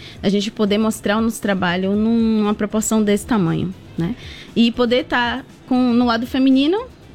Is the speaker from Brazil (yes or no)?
yes; Bahia, Brazil; now in Chapecó, Brazil; Eu sou baiana.